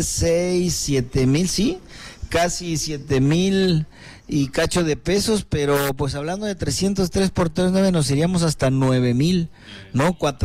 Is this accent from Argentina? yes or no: no; Guerrero, Mexico; un gran mensaje que dio nuestra gobernadora en la Plaza del Zócalo, ahí en nuestra capital del estado de Guerrero